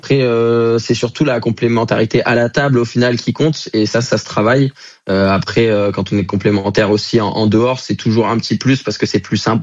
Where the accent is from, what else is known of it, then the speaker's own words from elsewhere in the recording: Montpellier, Occitanie, France; C'est un petit peu culturel de chez nous à Montpellier.